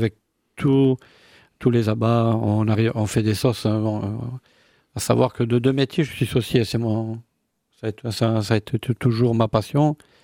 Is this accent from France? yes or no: yes; Narbonne, Occitanie, France; accent: Southern French; je viens de Narbonne.